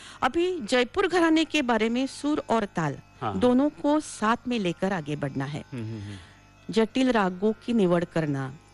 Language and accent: Hindi; Kairana, Uttar Pradesh, India; किराना का … रहने वाला हूँ, मैं वो किराना गांव के है